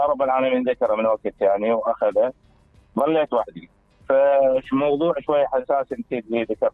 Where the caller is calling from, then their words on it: Hillah, Babil, Iraq; من مركز الحلة.